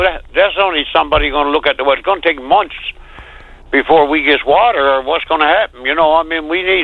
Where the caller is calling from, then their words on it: New Harbour, Newfoundland and Labrador, Canada; I'm calling you from New Harbor here on Thorns Road.